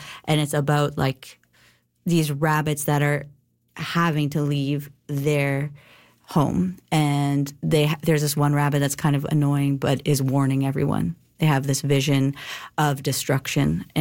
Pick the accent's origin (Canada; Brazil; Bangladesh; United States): Canada; Toronto, Ontario; moved away; I'm originally from Toronto, and I didn't choose it